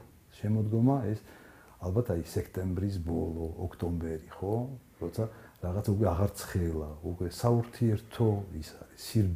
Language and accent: Georgian; Tbilisi, Georgia; ჩემთვის ქალაქზე მეტი რა თქმა უნდა ეს ფელი სამყარო არის სადაც მე გავიზარდე